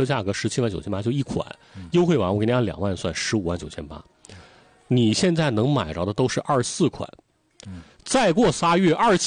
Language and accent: Chinese; China